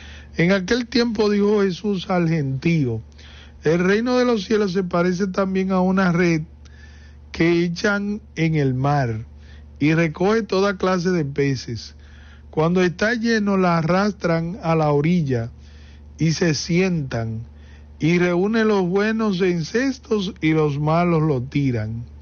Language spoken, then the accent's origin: Spanish; Carlos Díaz, Santiago, Dominican Republic; a todos los de mi pueblo natal, Carlos Díaz.